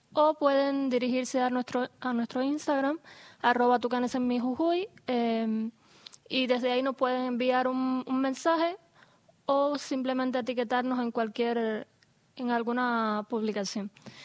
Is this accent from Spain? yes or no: no; Cuba; moved away as an adult; now in Jujuy, Argentina; Yo soy cubana, estoy acá en Jujuy hace algo más de un año con una beca doctoral del CONICET